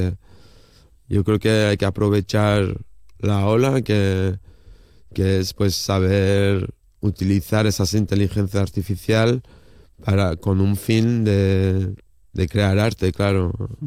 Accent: Martinique; Yo nací en Martinica, que es una isla francesa, y bueno, de pequeño, bueno, no sé si tiene que ver, pero en el periódico de allí, de la isla

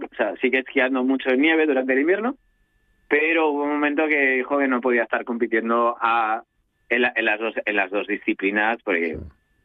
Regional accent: Spain; Los poquitos somos los españoles.

